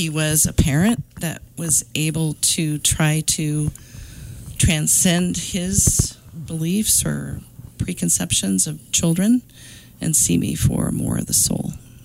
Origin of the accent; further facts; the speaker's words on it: Deer Park, United States; I was raised in Deer Park.